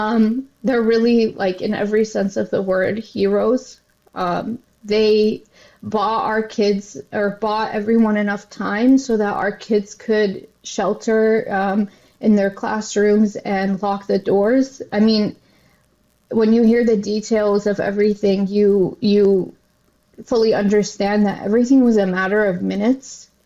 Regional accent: United States; I haven't personally felt safe for a long time. You know, I grew up in post 9/11 America. I was young at the time

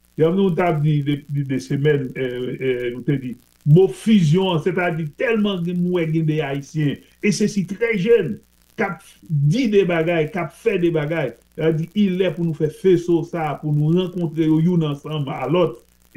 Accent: Haiti; c'est peut-être la première fois que je suis haïtien aussi fier pour vous présenter comme haïtien.

